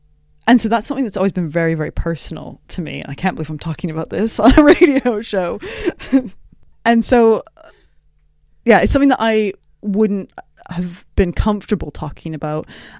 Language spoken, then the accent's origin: English; Canada; and I'm from Canada, so Cirque du Soleil is like a national treasure in Canada.